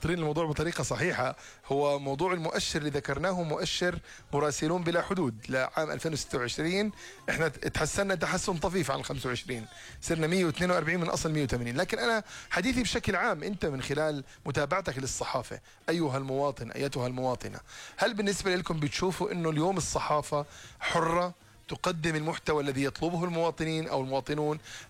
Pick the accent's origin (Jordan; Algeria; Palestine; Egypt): Jordan